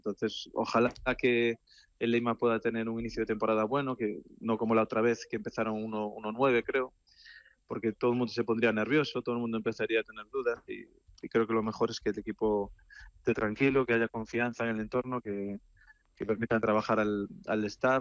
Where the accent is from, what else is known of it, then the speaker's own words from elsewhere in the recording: Galicia, Spain; para mí como entrenador gallego